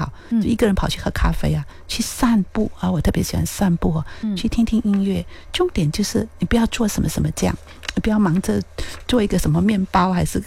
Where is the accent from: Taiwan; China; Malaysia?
Malaysia; Pahang; 我来自彭亨玻璃口新村，我们村里头有一个民众图书馆，65年的民众图书馆